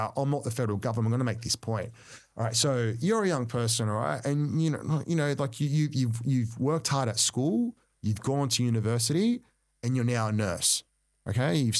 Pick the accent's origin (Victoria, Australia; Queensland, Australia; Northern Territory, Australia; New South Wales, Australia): New South Wales, Australia; Cabramatta; I grew up poor in Cabramatta.